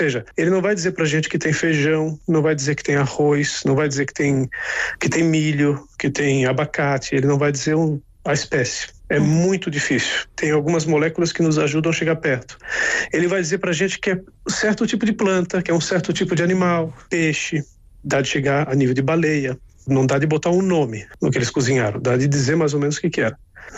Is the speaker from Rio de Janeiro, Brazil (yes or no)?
no; Florianópolis, Santa Catarina, Brazil; Eu sou do litoral, eu sou de Florianópolis